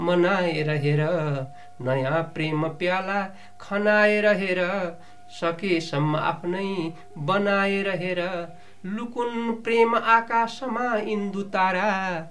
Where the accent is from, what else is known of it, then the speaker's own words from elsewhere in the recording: Gulmi District, Lumbini Province, Nepal; हाम्रो एकसिङ नाम ठाउँको नाम हो गुल्मी जिल्लामा मगर भाषा बोलिन्छ भने त्यहाँ मात्रै बोलिन्छ गुल्मी जिल्लाभरिमा मगर भाषा बोल्ने वक्ताहरू मेरो गाउँमा छन्